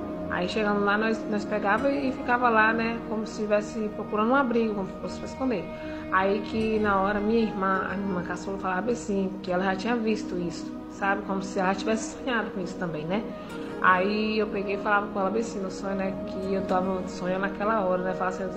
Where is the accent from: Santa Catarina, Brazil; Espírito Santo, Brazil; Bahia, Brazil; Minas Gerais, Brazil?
Bahia, Brazil; Brumado; sou da cidade de Brumado, Bahia.